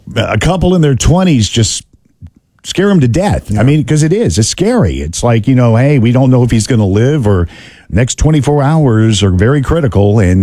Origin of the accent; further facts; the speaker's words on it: Meridian, Mississippi, United States; Meridian is my hometown. Mm-hmm. In Mississippi, when I was growing up, you didn't have a facility like this.